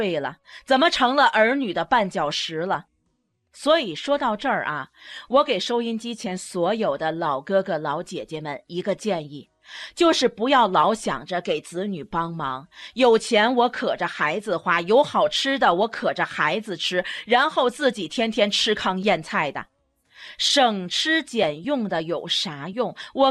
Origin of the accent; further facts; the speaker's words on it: China; moved away; also born or lived in United States; 我们中国人做的就比较好